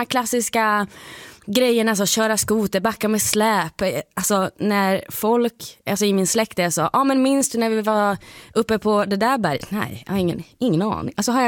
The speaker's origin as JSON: {"language": "Swedish", "town": "Luleå", "region": "Norrbotten County", "country": "Sweden", "lives_now": "Stockholm, Sweden", "said": "jag kommer från Luleå, som alla hör, så har jag någon slags konstig stockholmska som jag sitter här."}